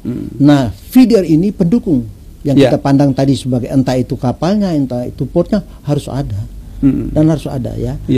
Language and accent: Indonesian; Maluku, Indonesia; kita orang Maluku bangga